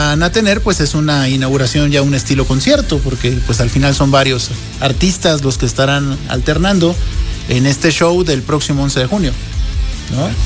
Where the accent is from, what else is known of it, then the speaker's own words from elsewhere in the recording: Iztapalapa, Mexico City, Mexico; De allá de mi tierra, de Iztapalapa.